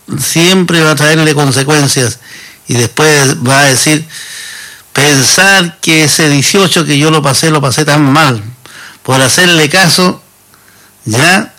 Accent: Chile; estamos como buenos chilenos

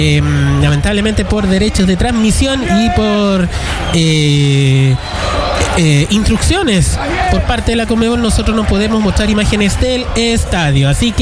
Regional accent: Salamanca, Coquimbo, Chile; 103.9 en la provincia del Choapa, mi querido y amado Salamanca, mi pueblo hermoso. Jamás te olvidaré.

